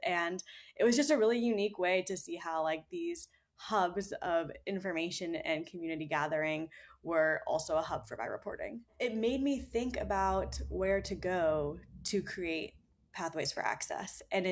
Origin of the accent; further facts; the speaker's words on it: Texas, United States; My most recent reporting happened in my home state of Texas.